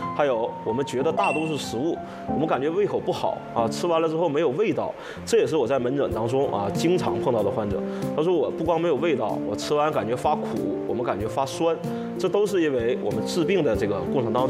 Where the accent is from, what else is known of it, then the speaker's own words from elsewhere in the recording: Northeast China, China; 我们东北人啊喜欢交友啊，喜欢喝酒，